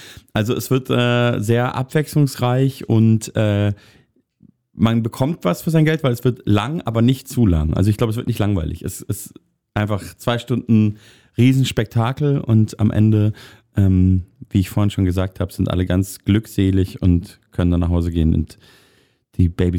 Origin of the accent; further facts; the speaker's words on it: Munich, Bavaria, Germany; now in Berlin, Germany; weil ich komme ja aus München. Ich wohne jetzt, wie lange wohne ich in Berlin? Gute 10 Jahre so langsam.